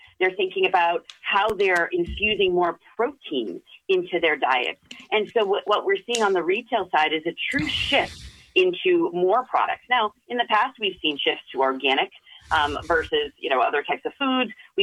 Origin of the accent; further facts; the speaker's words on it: Boston, Massachusetts, United States; I was born and brought up in Boston. I went to Smith and I went to Harvard.